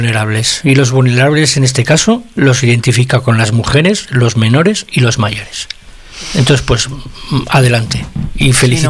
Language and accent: Spanish; Santoyo, Castile and León, Spain; yo pienso en mi pueblo, en Santoyo nunca ha tenido cuartel de la Guardia Civil